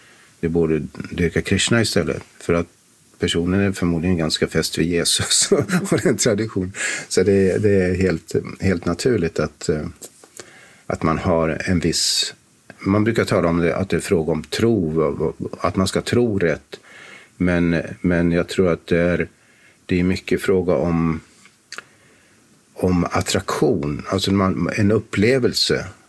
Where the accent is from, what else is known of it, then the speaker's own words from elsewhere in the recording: Sweden; Alltså, eftersom vi var infödda svenskar